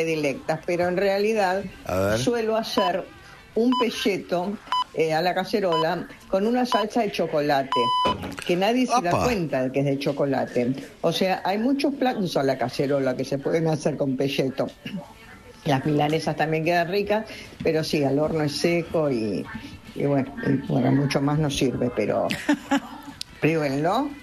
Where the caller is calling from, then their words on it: Palermo, Buenos Aires, Argentina; de Palermo, saludos, es un programa magnífico.